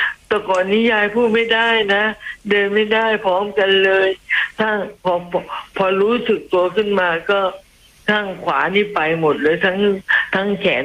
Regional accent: Nakhon Sawan, Thailand; ที่จังหวัดนครสวรรค์อำเภอเมืองตลาดปากน้ำโพค่ะ

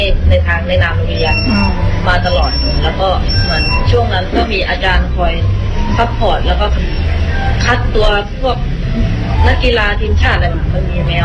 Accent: Trang, Thailand; also born or lived in Surat Thani; หนูเกิดที่นี่แต่ไปโตอยู่ที่สุราษฎร์ตอนตั้งแต่อนุบาลจนถึงป.4ค่ะหนูอยู่สุราษฎร์เพราะว่าพ่อแม่ไปทำงานที่โน

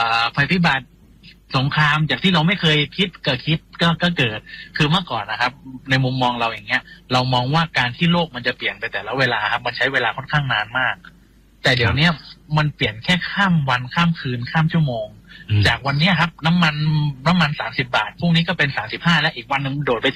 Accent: Chumphon, Thailand; ผมเป็นคนชุมพรคนหนึ่ง

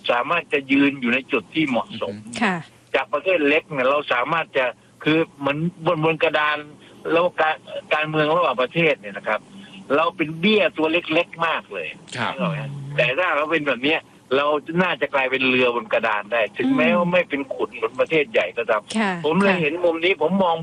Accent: Southern Thailand, Thailand; ผมเนี่ยเป็นคนใต้คนตะลง

